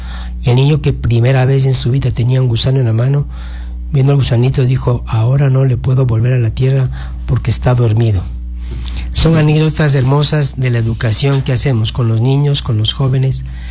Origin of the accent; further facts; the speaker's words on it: Cotacachi, Imbabura, Ecuador; en Cotacachi, de donde soy yo, en Imbabura.